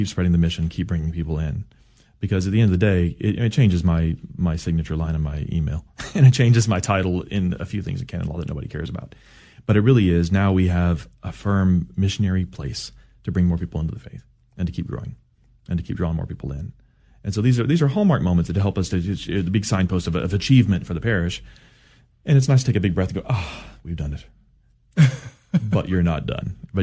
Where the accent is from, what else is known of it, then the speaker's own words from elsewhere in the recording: Cedar Hill, Texas, United States; also born or lived in Dallas; I grew up in Cedar Hill, Texas, just south of here. I loved coming in the day. I got to see I was born in Dallas. I could see literally the place I was born outside the window.